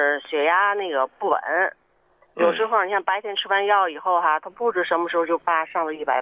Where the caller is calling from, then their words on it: Tianjin, China; 我是天津的